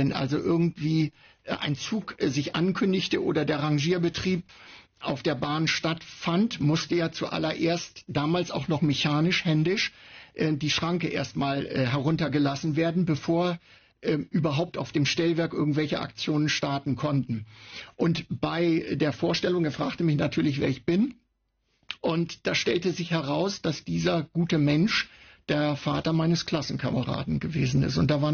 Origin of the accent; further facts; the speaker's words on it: Jever, Lower Saxony, Germany; wenn ich an den Bahnhof meiner Kindheit denke in Jever